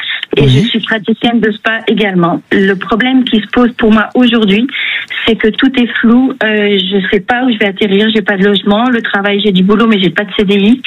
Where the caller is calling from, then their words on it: Brittany, France; Des Côtes d'Armor